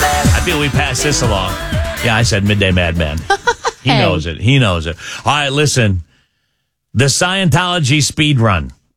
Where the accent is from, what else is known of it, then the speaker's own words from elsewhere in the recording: Wisconsin, United States; I was born and raised in Wisconsin.